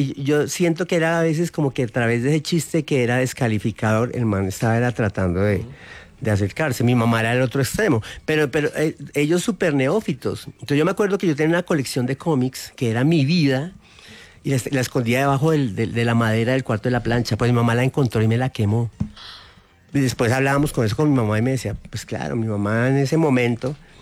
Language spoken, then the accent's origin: Spanish; Tunja, Boyacá, Colombia; now in Bogotá, Colombia; Tunja es muy bonito y es mi tierra, pero era un pueblito así